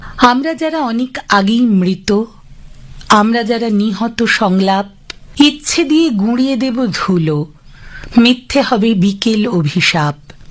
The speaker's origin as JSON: {"language": "Bangla", "town": "Madhyamgram", "region": "West Bengal", "country": "India", "said": "আমার মধ্যমগ্রাম যেখানে আমার বাড়ি সেখানেই আমার দল"}